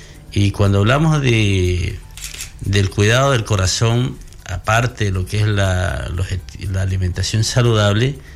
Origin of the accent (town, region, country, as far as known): Ecuador; now in Chile